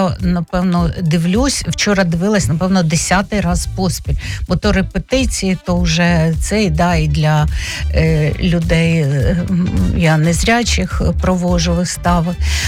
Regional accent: Vinnytsia, Vinnytsia Oblast, Ukraine; also born or lived in Chernivtsi; Я щаслива, що я вінничанка. Я просто щаслива. І тому я тут живу. Я нікуди не виїжджала, крім 5 років, що я жила у Чернівцях, коли навчалась в університеті. І вінницька прописка для мене – це вау.

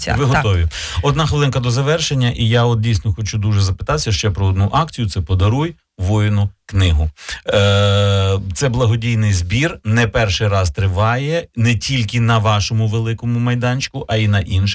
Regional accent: Vinnytsia, Vinnytsia Oblast, Ukraine; і ми, вінничани.

